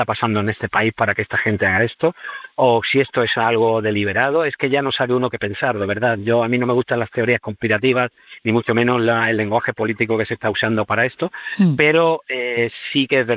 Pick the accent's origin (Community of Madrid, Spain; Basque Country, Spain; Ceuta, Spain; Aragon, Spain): Ceuta, Spain; una ciudad como Ceuta, que es una ciudad donde nos hemos criado los que somos ceutíes